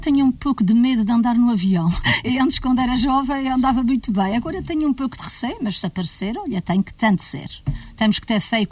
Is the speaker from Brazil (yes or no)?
no; Nordeste, Azores, Portugal; Aliás, eu sou natural do Nordeste.